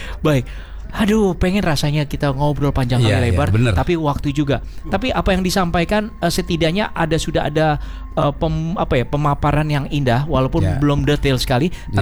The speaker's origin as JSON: {"language": "Indonesian", "region": "West Sumatra", "country": "Indonesia", "said": "Aku orang Minang. Aku marga Padang."}